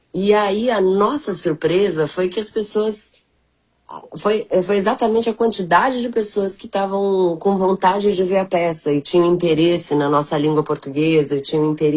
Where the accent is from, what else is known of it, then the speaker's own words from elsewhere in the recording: São Paulo, Brazil; eu sinto que o Nordeste trata a língua, falando como paulista, né?